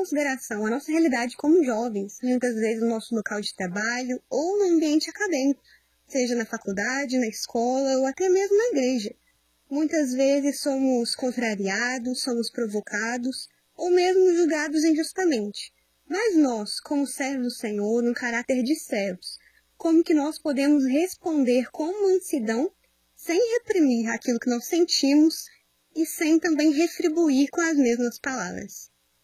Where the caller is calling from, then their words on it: Juiz de Fora, Minas Gerais, Brazil; Sou da Igreja Cristã Maranata, do bairro de Monte Castelo, em Juiz de Fora.